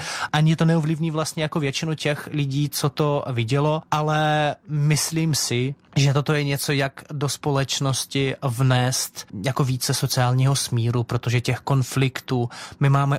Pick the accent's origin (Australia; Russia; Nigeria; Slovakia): Russia; Czech is a second language; now in Czech Republic; že já Čech nejsem, že já mám nějaké pozadí, které je odlišné a tam zároveň otevřeně píšu, že vlastně pocházím z Ruska.